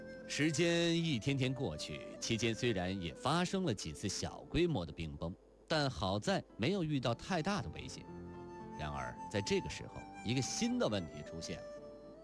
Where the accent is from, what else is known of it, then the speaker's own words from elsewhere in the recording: China; 那么咱们中国人又是从什么时候开始进入到南极探险的呢？